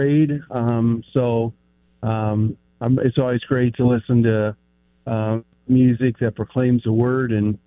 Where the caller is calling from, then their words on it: Central City, United States; I'm actually commuting today, but I live in Central City.